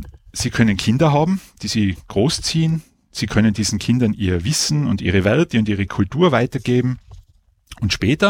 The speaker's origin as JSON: {"language": "German", "town": "Innsbruck", "region": "Tyrol", "country": "Austria", "tie": "born or raised there", "also_born_or_lived": "Leoben", "said": "Ich bin in Innsbruck geboren und aufgewachsen. Nach dem Gymnasium hat es mich in die Steiermark verschlagen, auf die Montanuni in Leoben. Da habe ich meinen Diplom-Ingenieur gemacht und seit dem Studium bin ich wieder in Tirol."}